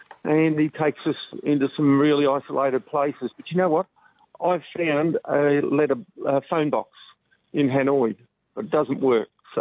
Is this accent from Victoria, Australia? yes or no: no; New South Wales, Australia; I come from the Lower Darling, so I'm not local, but this is the fourth time I've ridden around Vietnam.